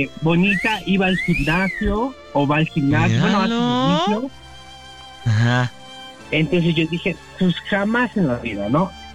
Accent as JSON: {"language": "Spanish", "region": "Tlaxcala", "country": "Mexico", "said": "Yo soy de Tlaxcala. Bien pinche, olmeca, morenito."}